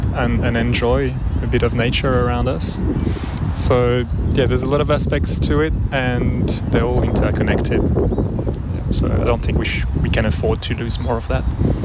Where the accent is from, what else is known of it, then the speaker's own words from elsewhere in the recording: France; moved away as an adult; now in Brisbane, Australia; originally I'm from France with a root in Peru as well. So I am an immigrant here, but I've been in Australia for, living here for about 14 years.